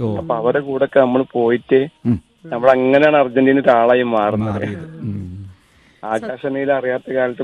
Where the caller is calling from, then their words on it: Kottakkal, Kerala, India; വില്ലൂർ കോട്ടക്കൽ നിന്നാണ് വിളിക്കുന്നത്.